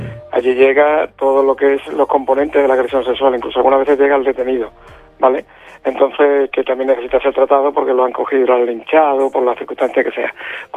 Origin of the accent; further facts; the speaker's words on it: Almendralejo, Extremadura, Spain; born there; also born or lived in Badalona, Catalonia; now in Ceuta, Spain; yo soy extremeño. Yo realmente nací en Cataluña hace 53 años, pero a los 9 puse el huevo, como dicen, en Extremadura, y yo soy de Almendralejo. Yo de Cataluña lo que tengo es el DNI, nada más, que pone que nací en Badalona. Pero yo soy de Almendralejo de toda la vida